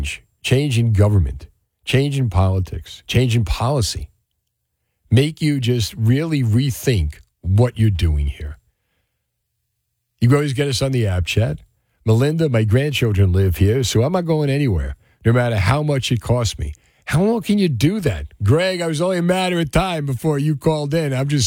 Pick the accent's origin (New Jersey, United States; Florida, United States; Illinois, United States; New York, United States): New Jersey, United States; Marlboro; we grew up in Marlboro together.